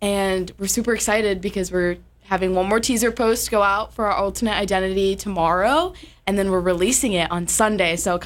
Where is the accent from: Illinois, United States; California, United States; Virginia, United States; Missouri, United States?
Illinois, United States; I'm from Illinois